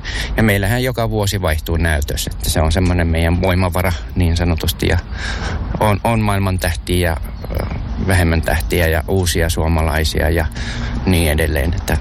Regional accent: Vaasa, Ostrobothnia, Finland; born there; Synnyin Vaasassa ja sitten sirkus oli Porissa viikon päästä, niin sinne piti mennä.

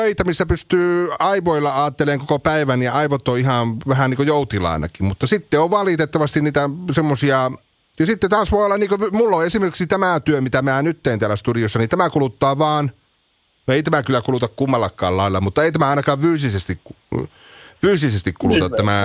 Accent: North Ostrobothnia, Finland; kun meillä Oulussa ja Raahessa sanotaan, että jos on syntynyt Oulussa tai Raahessa, niin me ollaan paljasjalakaisia oululaisia tai raahelaisia.

